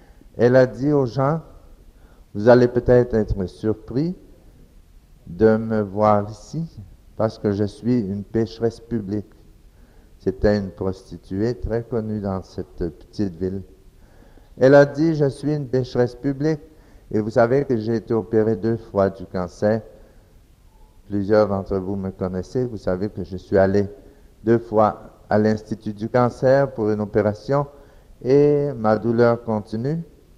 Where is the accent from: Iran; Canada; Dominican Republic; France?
Dominican Republic